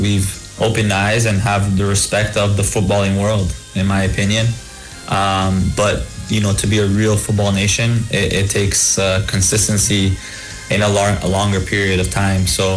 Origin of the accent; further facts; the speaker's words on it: Toronto, Ontario, Canada; to be able to say that playing for my city, my hometown city, is it's something